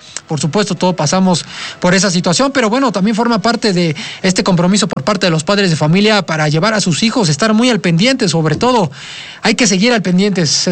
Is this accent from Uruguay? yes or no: no; Mexico; yo como mexicano